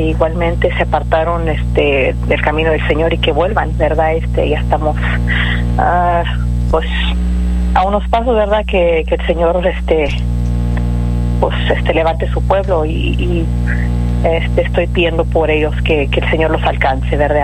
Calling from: Edinburg, Texas, United States; De Edinburgh.

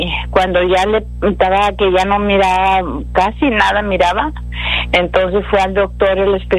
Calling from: Brownsville, Texas, United States; soy de Brownsville.

